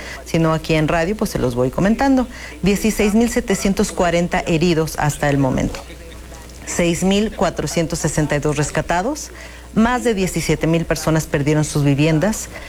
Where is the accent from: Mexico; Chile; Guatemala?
Mexico; Nosotros como mexicanos hemos sentido obviamente este tipo de sentimiento